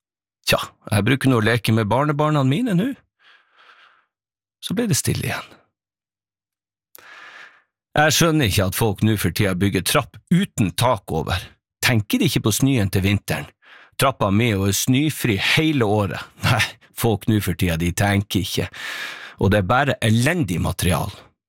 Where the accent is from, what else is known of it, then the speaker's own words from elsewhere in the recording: Kjærstad, Nordland, Norway; For ikke mange år siden, da jeg var hjemme på Kjærstad, så ropte jeg nabo han Svein, meg og storebroren min han Morten, over på kaffe.